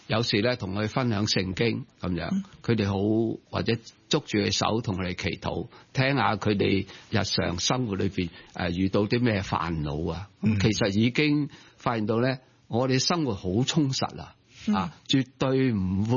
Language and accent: Cantonese; China; 不过我哋中国人就系平时都系咁样咧，太过吝啬啊，内敛自己呢种嘅表达啦